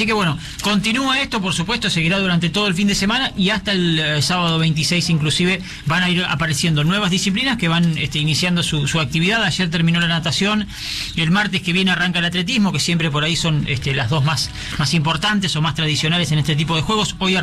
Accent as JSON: {"language": "Spanish", "region": "Santa Fe", "country": "Argentina", "said": "pero obviamente como santafesinos se nos llena el pecho de orgullo de estos lugares"}